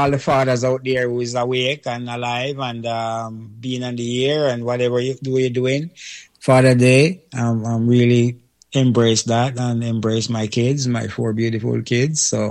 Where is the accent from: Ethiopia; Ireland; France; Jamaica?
Jamaica; as a Jamaican, as a Caribbean person.